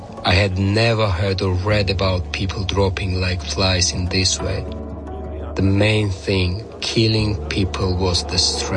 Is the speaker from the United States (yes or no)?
no; Sukhumi, Abkhazia, Georgia; Suchumi was a very multicultural place. When I was growing up, everyone got along pretty well.